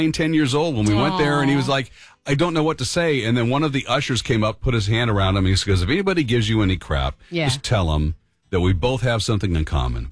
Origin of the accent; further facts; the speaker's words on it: San Diego, California, United States; I grew up in San Diego